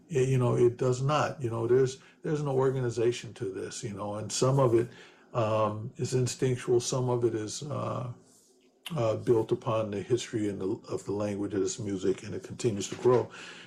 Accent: California, United States; I grew up in Northern California

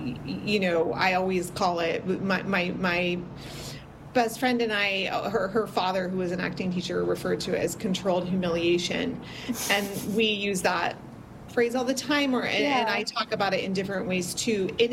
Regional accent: California, United States; moved away; also born or lived in New York; I grew up in rural California, like a mountain in the foothills of the Sierras in California.

